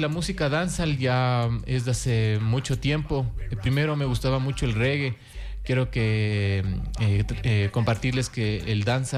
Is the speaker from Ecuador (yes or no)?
yes; Latacunga, Cotopaxi, Ecuador; yo soy de aquí de Latacunga, específicamente del barrio Rumipamba.